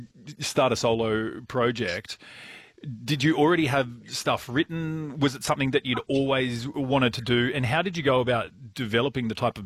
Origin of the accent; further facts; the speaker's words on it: Canberra, Australian Capital Territory, Australia; I'm from Canberra